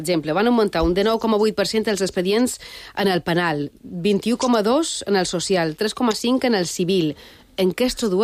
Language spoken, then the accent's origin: Catalan; Balearic Islands, Spain; com a bona mallorquina